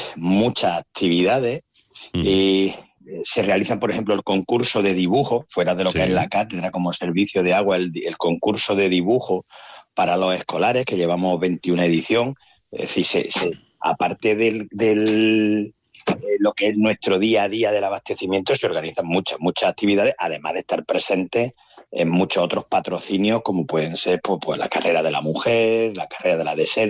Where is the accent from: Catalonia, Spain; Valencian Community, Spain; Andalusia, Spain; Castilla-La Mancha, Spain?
Andalusia, Spain; Córdoba; now in Almería, Spain; Yo no soy almeriense, soy cordobés